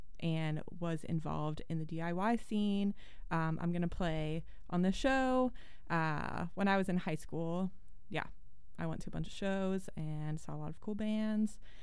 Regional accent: Scottsdale, Arizona, United States; I grew up in the Phoenix area in Scottsdale, Arizona, and while I truly do not at all recommend it as a place to live, and I got out of there as soon as I could have possibly done so

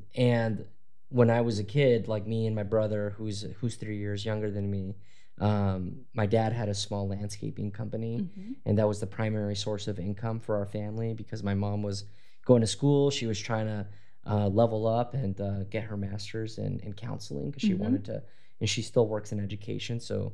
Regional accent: Forest Grove, Oregon, United States; also born or lived in Cornelius; a young Mexican American kid growing up in Cornelius and Forest Grove area.

